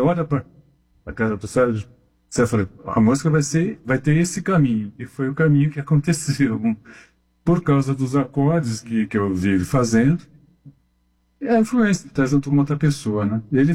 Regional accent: Bauru, São Paulo, Brazil; Quando eu era moleque, lá em Bauru, o sonho da gente era ir.

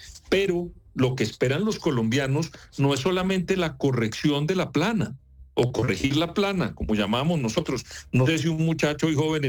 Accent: Colombia; la política que yo como colombiano quiero ver

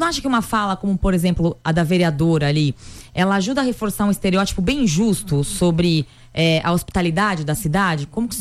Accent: Cascavel, Paraná, Brazil; Eu sou de Cascavel, né, interior do Paraná

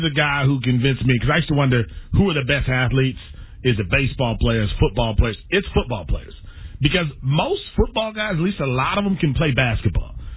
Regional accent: Milwaukee, Wisconsin, United States; I love Chicago. I'm from Milwaukee.

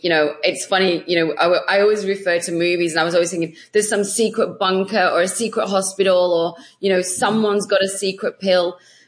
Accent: England, United Kingdom; now in Australia; So I am actually originally from England, but I do live in Australia.

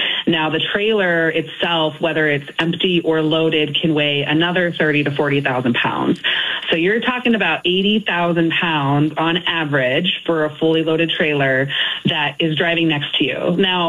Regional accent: Los Angeles, California, United States; now in Chicago, United States; So I grew up in Los Angeles, headed over to Chicago. My husband's from the area, been here for the last 14 years.

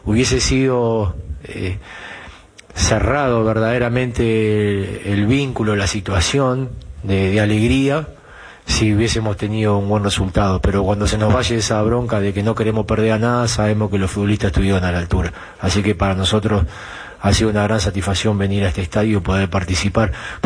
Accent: Uruguay; Yo soy uruguayo, la historia del 50, la de Odulio Varela

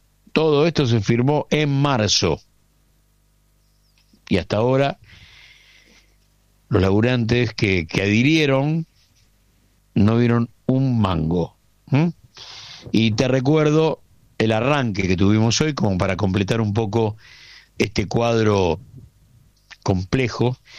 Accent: Argentina

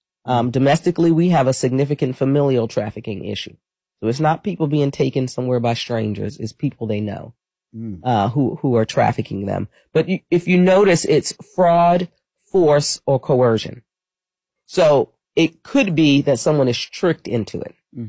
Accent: Queens, New York, United States; I'm a New Yorker. Been here for 32 years, but I'm still a New Yorker. Grew up in Queens, New York, and family of law enforcement folks.

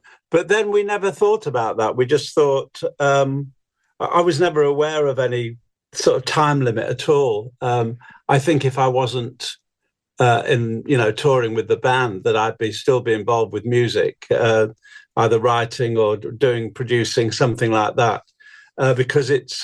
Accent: Manchester, North West England, United Kingdom; I grew up in Manchester, north of England.

